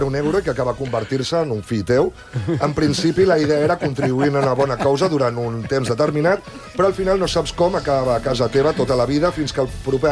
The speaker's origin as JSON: {"language": "Catalan", "town": "Molins de Rei", "region": "Catalonia", "country": "Spain", "said": "la festa major del meu poble"}